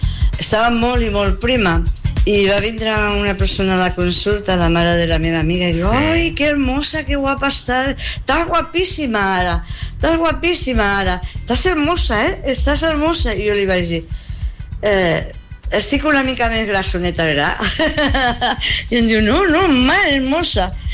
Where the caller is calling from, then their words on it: Figueres, Catalonia, Spain; de Figueres.